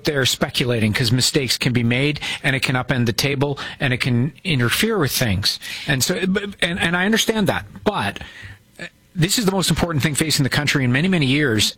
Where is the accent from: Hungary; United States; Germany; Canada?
Canada; And we're kind of being Canadian about it.